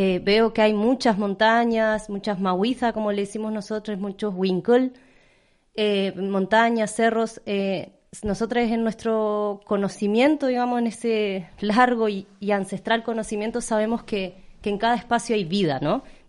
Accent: Argentina; Les decía que … soy del pueblo mapuche, vengo de Puel Mapu, de Argentina.

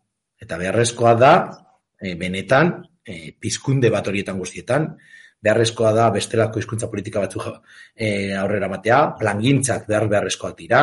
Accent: Pamplona, Navarre, Spain; Eta zer esanik ez, ni iruindarra naiz, iruinean bizi naiz

